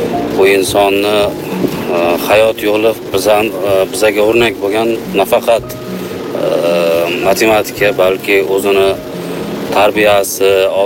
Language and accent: Uzbek; a village in Bulungur district, Samarkand Region, Uzbekistan; menda ham bir chekka bir qishloqning chekka joyida ulg'ayib o'sib katta bo'lganman.